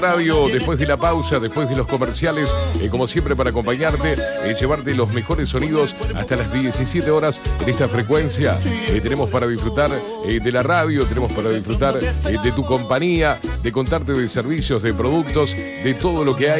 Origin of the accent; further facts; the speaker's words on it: Uruguay; Y soy uruguayo